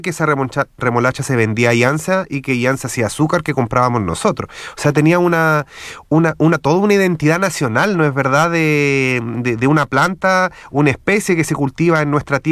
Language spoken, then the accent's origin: Spanish; Teno, Maule, Chile; cuando chico vivía en Teno y paseaba por el campo